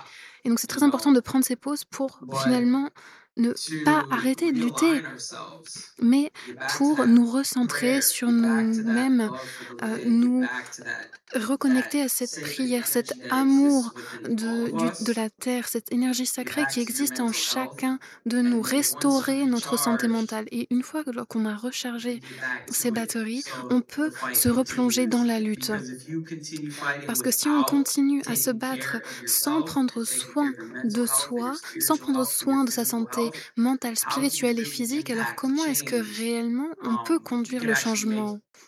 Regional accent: Chiapas, Mexico; French is a second language; moi, je viens de Chiapas. C'est l'état le plus au sud du Mexique, donc à la frontière avec le Guatemala.

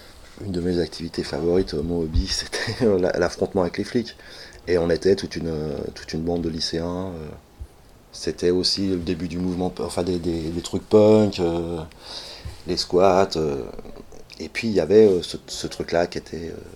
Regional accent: Paris, Île-de-France, France; Ah, moi, je suis parisien. Oui. Enfin, banlieusard. À l'époque, bon, moi, j'ai 18 ans.

